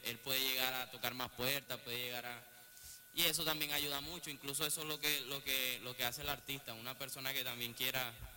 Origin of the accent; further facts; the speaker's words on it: Venezuela; Incluso esa primera grabación yo la grabé en Venezuela. Cuando me firmó la disquera en Medellín, la llevé hasta Medellín.